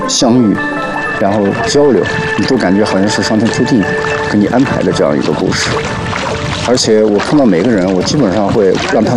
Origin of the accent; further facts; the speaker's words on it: Xinjiang, China; born there; 我出生在额尔齐斯河的源头。在小的时候呢，我会顺着这条河时常的想，在那座大山的背后是什么